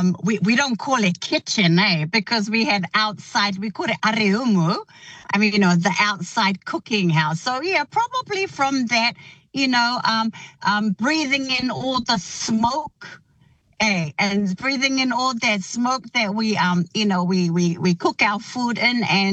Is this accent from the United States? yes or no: no; Cook Islands; also born or lived in Rarotonga, Cook Islands; now in Auckland, New Zealand; Our mum comes from Mauke. I was born in Rarotonga and raised in the beautiful island of Mauke.